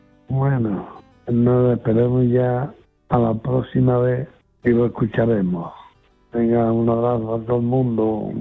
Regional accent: Padul, Andalusia, Spain; now in Camas, Spain

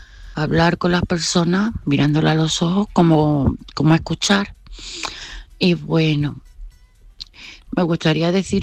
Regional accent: Málaga, Andalusia, Spain

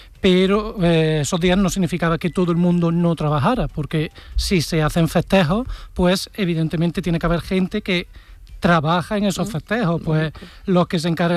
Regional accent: Cádiz, Andalusia, Spain; La patria suele ser eso, Cádiz, porque yo soy de Cádiz

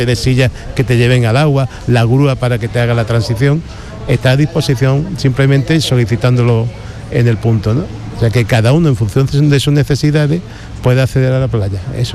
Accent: Málaga, Andalusia, Spain; para los que vivimos y somos malagueños, es un castigo.

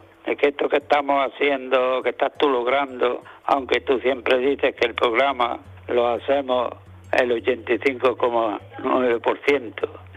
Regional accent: Otívar, Andalusia, Spain; born there; Yo nací hace 81 años en una casa de agricultores y comerciantes. Nací en Otiva, un pueblecillo cerca de aquí de Almuñécar, llamado la Serranía del Sol. Salí de mi casa con 14, 15 años y empecé ya a buscar mi vida.

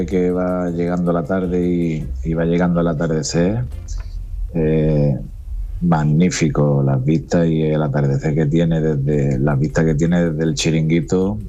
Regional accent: Huelva, Andalusia, Spain; el plato típico que es muy demandado aquí en Huelva es el choco a la plancha, como buen onubense

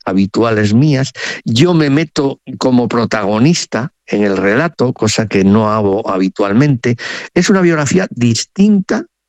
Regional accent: Galicia, Spain; first language Spanish; aunque yo soy gallego, soy castellano parlante, ni lo hablo, ni lo leo, pero lo entiendo, oralmente lo entiendo.

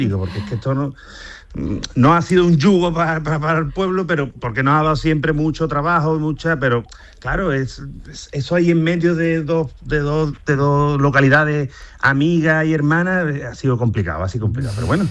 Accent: La Línea de la Concepción, Andalusia, Spain

